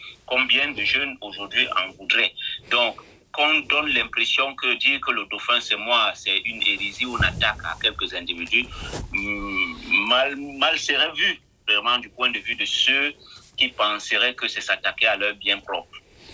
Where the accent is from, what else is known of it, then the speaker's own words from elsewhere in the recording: Cameroon; en tant que Camerounais